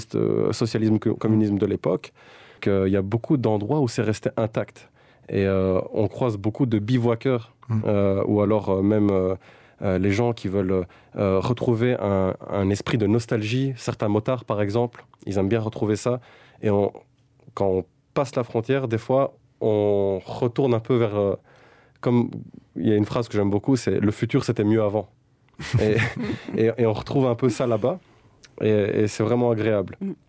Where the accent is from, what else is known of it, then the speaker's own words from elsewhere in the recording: Albania; Et là où je vois toujours les meilleurs spots, c'est chez moi en Albanie. Dès que j'arrive dans le nord, c'est incroyable.